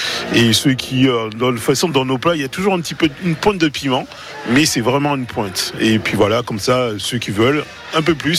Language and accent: French; Martinique; now in Poitou, France; Moi, je suis originaire de Martinique et mon épouse de La Réunion.